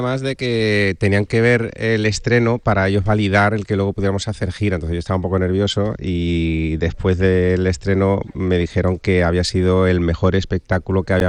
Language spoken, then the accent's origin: Spanish; Seville, Andalusia, Spain; a Andalucía, a Sevilla, a mi tierra